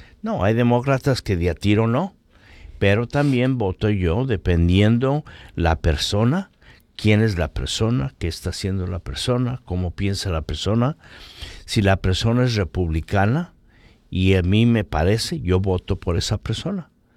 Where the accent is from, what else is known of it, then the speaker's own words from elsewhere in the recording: California, United States; yo me crié en 1021 Smith Street. Me crié ahí en el Projects